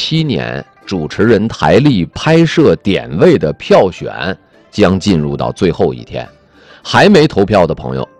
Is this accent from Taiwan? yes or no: no; Northeast China, China; 我是东北人啊在东北你这个现在流行到这个农田里拍结婚照的、一般都在我们东北十一节前拍